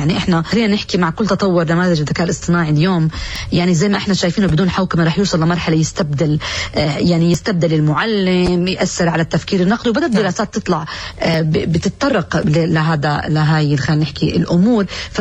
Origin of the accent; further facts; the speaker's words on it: Palestine; احنا فلسطينيين ما زلنا في البدايات, بس حلو كمان نسمع عن تجارب محلية ودولية بدت تطبق التعليم, واحنا كمان فلسطينيين نكون عندنا رأي بالموضوع.